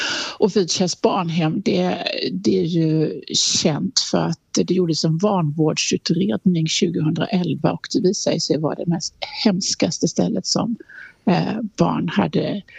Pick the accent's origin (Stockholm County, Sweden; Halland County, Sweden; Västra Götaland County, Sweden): Halland County, Sweden; Harplinge; jag är ju från Harplinge, pappa från Harplinge och mamma från Steninge, så att jag har ju mina rötter här och jag har ju sommarstuga i Haverdal